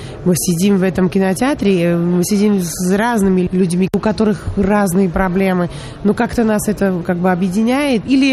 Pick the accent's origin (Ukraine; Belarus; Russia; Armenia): Armenia; Russian is a second language; now in Bratislava, Slovakia; Я как армянка, которая живу долгие годы уже в Братиславе, в Словакии